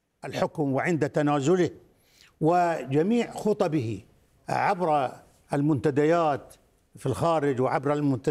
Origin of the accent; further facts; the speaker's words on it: Qatar; لا نقول هذا الكلام ولا نقوله كقطريين من باب المجاملة